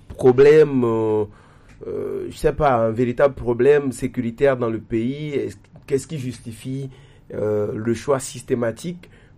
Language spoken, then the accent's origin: French; Togo; en tant que Togolais